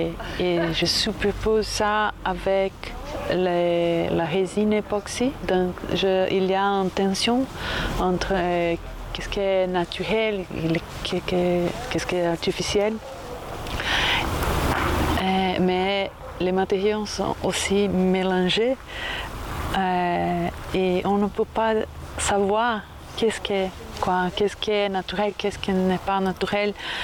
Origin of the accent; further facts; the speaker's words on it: Brazil; French is a second language; je viens de Brésil et j'étais ici pendant l'été pour une résidence de 2 mois